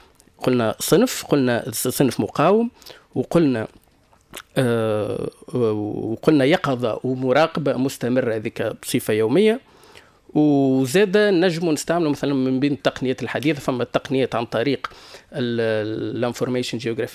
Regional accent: Tunisia; نحن كتوانسه

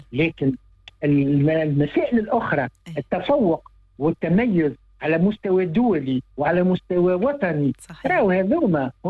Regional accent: Tunisia; أنا سعيد بإني تونسي وفرحان بإني تونسي، وبإنه هويتي تونسية، وإنه بلادي تونس

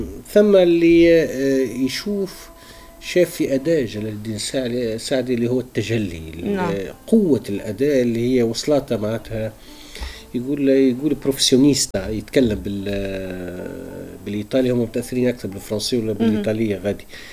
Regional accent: southern Tunisia, Tunisia; moved away; أنا من الصحراء وننتمي لها لكن بعدت عليها ونرجع لها

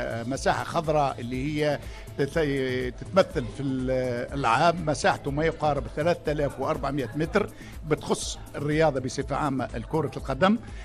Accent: Tunisia; now in Saudi Arabia; أنا هجرت من تونس إلى المملكة العربية السعودية أكثر من 40 سنة، عملت في جميع المجالات والحمد لله توفقت.

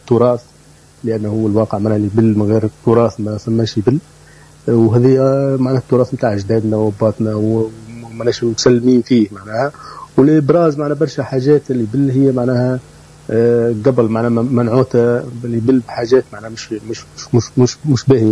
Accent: Tunisia; now in Switzerland; عاداتنا وتقاليدنا من تونس، انا كتونسي

